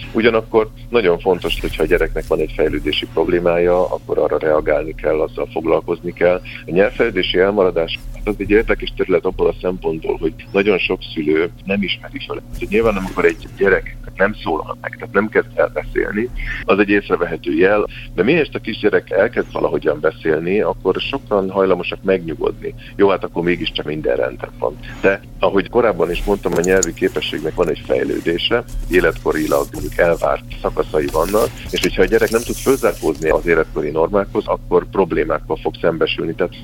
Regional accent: Hungary; magyarként itt a szláv gyűrűben vagyunk

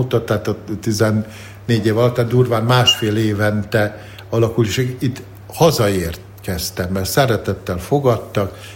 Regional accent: Hungary; 6 falu tartozott hozzám, kivéve az én szülőfalum, tehát a másik 6 horvát falu

